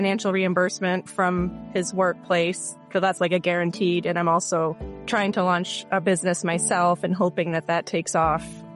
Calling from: Vermont, United States; I'm calling from Vermont

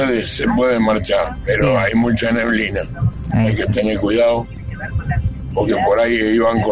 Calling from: Carcarañá, Santa Fe, Argentina; Yo soy de Carcarañá.

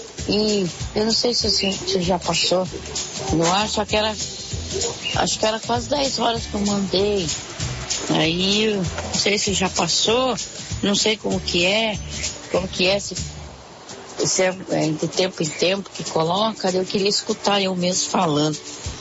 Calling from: Brazil; eu sou aqui do Zumbi, Margarida.

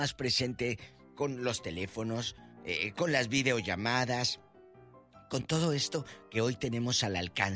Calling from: Matamoros, Tamaulipas, Mexico; En mi tierra, que es una ciudad industrial y de Matamoros, hay muchas fábricas, muchas empresas.

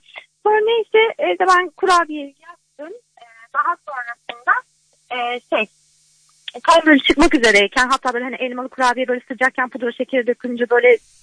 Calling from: Istanbul, Turkey; ben İstanbul'dan.

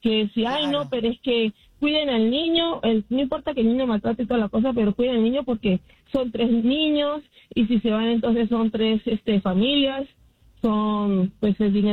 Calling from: Utah, United States; Buenos días … estoy bien, estado de Utah.

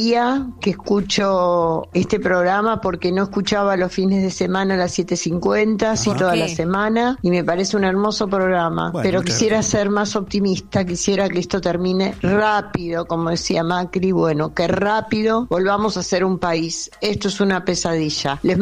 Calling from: Buenos Aires, Argentina; de Almagro.

